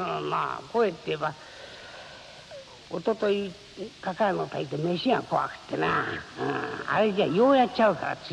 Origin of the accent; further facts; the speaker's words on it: Tokyo, Japan; born there; 私なんぞは神田で生まれて